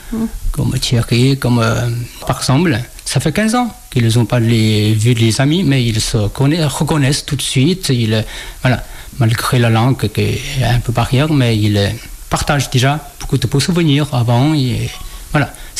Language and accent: French; Shaanxi, China; French is a second language; now in Wujiang, China; mon pays natal, qui n'est pas à Wujian, qui est dans la région de Xi'an.